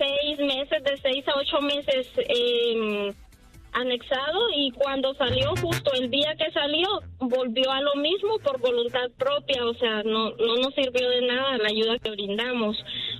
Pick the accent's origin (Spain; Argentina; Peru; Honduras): Honduras; Santa Bárbara; now in Denver, United States; Soy de Santa Bárbara, Honduras.